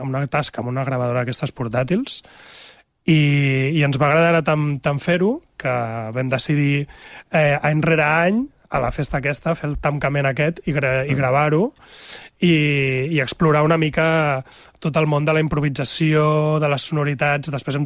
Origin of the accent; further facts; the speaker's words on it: Barcelona, Catalonia, Spain; now in L'Ametlla del Vallès, Spain; És que és complicat, perquè sóc de Barcelona, del barri d'Horta, estic empadronat a la Garriga, però visc a l'Ametlla.